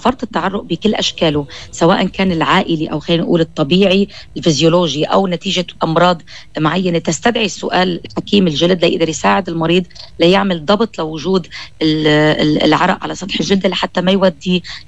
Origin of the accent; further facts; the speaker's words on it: Lebanon; عندنا بلبنان